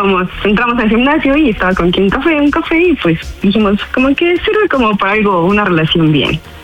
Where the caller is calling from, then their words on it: State of Mexico, Mexico; Tengo 36 años y soy del Estado de México.